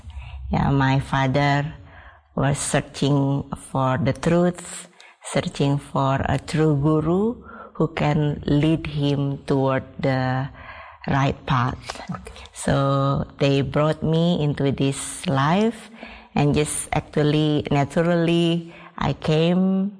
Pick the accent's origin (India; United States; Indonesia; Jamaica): Indonesia; Bali; I am from Bali, so majority people there is Hindu.